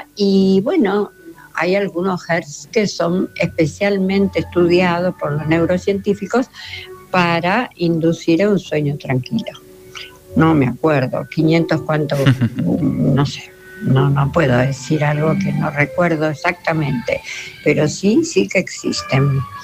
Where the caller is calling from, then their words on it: Buenos Aires, Argentina; de Parque Chas.